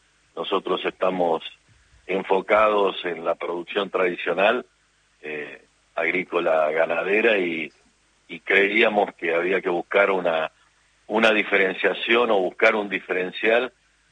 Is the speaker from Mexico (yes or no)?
no; Martínez de Hoz, Buenos Aires Province, Argentina; yo de un pueblito de Martínez de Hoz, a 20 kilómetros